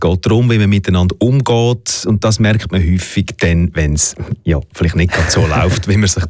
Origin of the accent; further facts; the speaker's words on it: Switzerland; dann der Heimvorteil natürlich bei uns in der Schweiz, darf man auch nicht unterschätzen